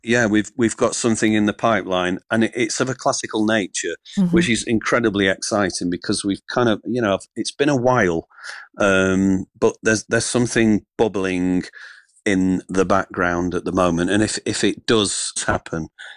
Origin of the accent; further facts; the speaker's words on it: Salford, North West England, United Kingdom; go back to the very start of my life growing up in Salford, you know, as a kid growing up in Salford